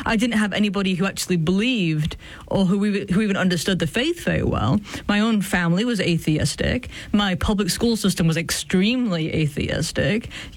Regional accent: England, United Kingdom; I think we're roughly the same age, but I was growing up in England

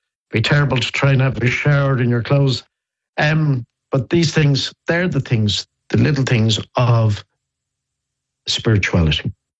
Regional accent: Dublin, Leinster, Ireland; born or raised there

